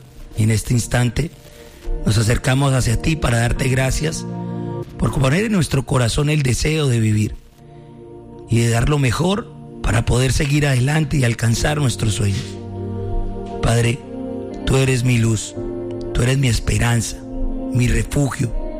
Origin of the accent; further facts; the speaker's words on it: Cali, Valle del Cauca, Colombia; lo que nos representa como caleños.